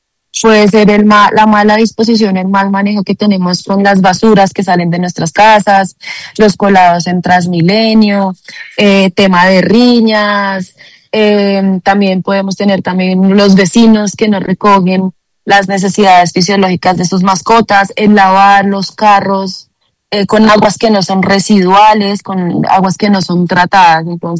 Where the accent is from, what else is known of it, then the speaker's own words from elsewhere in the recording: Bogotá, Colombia; Nosotros como ciudadanos, como bogotanos, debemos también saber que las acciones que nosotros tenemos